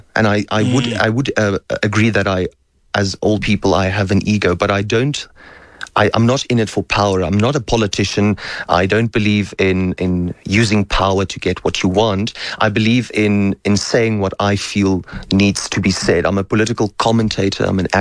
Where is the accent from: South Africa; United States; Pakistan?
South Africa; I, as a South African